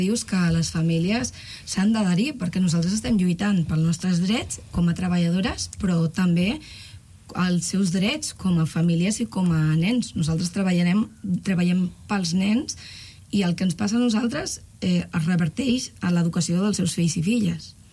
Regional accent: Valencian Community, Spain; Clar, jo vinc de València. Soc valenciana.

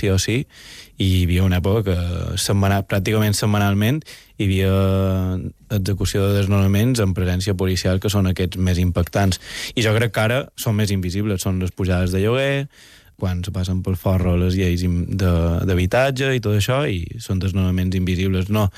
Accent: Balearic Islands, Spain; mos coneixem d'això de fer temes junts i tots som mallorquins

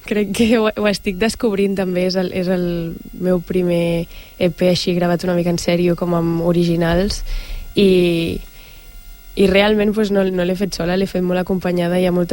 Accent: Begues, Catalonia, Spain; now in Sant Boi de Llobregat, Spain; jo sóc de Begues i ara visc aquí a Sant Boi

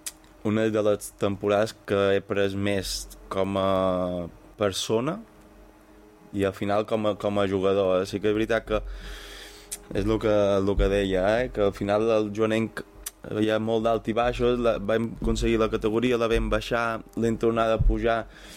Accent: Mallorca, Balearic Islands, Spain; accent: Mallorquí; Jo a vegades en som meu mallorquí, que diguéssim, quan m'enfado ningú sap quin idioma parlo.

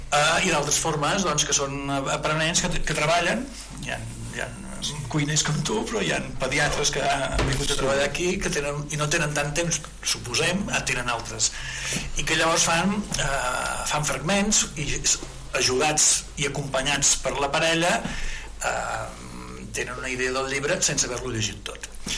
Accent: Catalonia, Spain; Jo també soc catalana

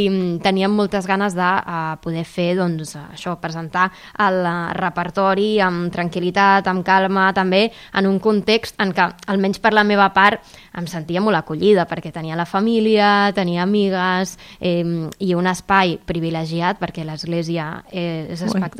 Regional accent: Caldes, Catalonia, Spain; sóc de Caldes i al final és casa meva

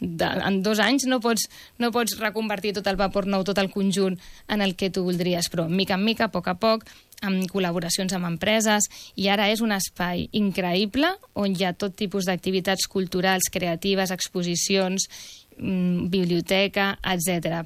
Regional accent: Rubí, Catalonia, Spain; els que som de Rubí de sempre

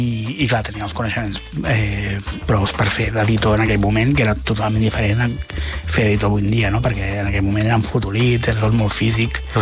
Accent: Sabadell, Catalonia, Spain; jo soc de Sabadell

